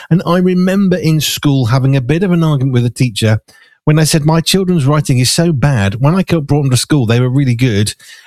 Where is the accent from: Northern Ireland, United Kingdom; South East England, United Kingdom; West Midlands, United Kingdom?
West Midlands, United Kingdom; I'm from the Black Country, okay? That's just the way I was learning to talk as a kid. That's what you do. You talk fast and quite strong accent.